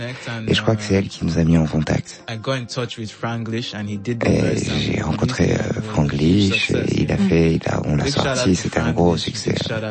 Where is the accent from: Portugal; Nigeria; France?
Nigeria; Anambra; first language Igbo; French is a second language; C'est en Igbo. C'est ma langue maternelle au Nigeria. Ça vient du sud-est du Nigeria.